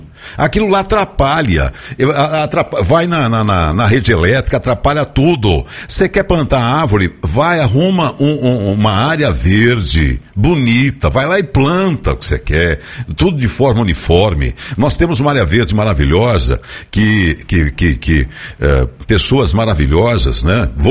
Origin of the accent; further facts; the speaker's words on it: Taquaritinga, São Paulo, Brazil; born there; Eu tenho 65 anos, nasci em Taquaritinga. Nasci em Taquaritinga, ali em frente ao frigorífico, na rua 15 de novembro, né?